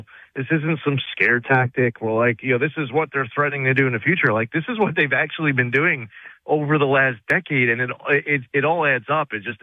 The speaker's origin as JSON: {"language": "English", "region": "New York", "country": "United States", "said": "I'm from New York."}